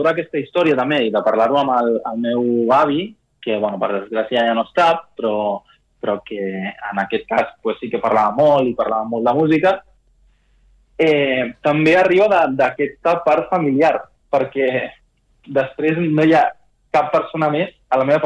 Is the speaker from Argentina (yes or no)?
yes; Argentina; now in Barcelona, Spain; Es podria dir que soc argentí i català també, perquè al final, després d'haver estudiat aquí, haver fet l'universitat i tot, va ser com molt fàcil introduir-me a la cultura d'aquí